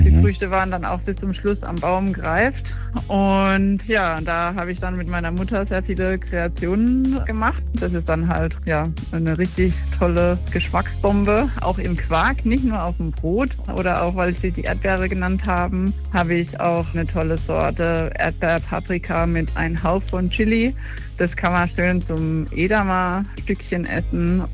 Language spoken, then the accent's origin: German; Tenerife, Canary Islands, Spain; moved away; ich bin halt in Teneriffa aufgewachsen.